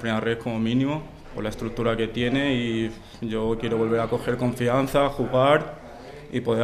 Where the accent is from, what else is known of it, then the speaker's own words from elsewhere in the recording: Balearic Islands, Spain; Al final yo soy de Mallorca, el clima, la gente, estoy acostumbrado aquí